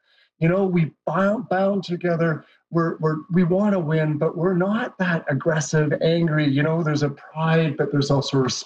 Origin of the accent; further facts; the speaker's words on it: Canada; being Canadian